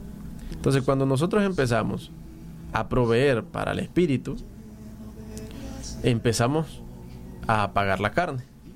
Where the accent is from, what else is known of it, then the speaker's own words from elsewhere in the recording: Nicaragua; somos ciudadanos nicaragüenses